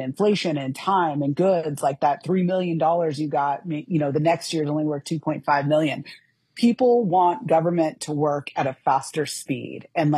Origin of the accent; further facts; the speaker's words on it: San Diego, California, United States; now in Beaverton, United States; I grew up in San Diego